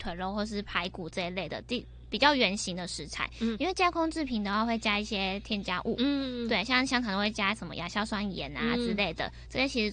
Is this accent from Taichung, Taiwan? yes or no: no; Tainan, Taiwan; 因为我是台南人，我还蛮喜欢吃甜食的蛋糕饼干类的部分。